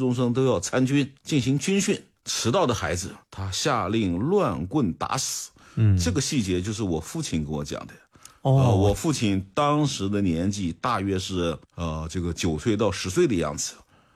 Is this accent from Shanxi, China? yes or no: yes; Pingyao, Shanxi, China; 尹尊党在我的老家平遥是算一个酷吏